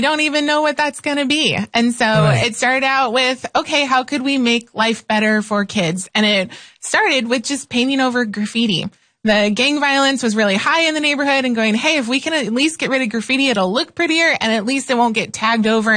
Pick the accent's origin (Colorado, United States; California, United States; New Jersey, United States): California, United States; Visalia; No, I grew up in Visalia.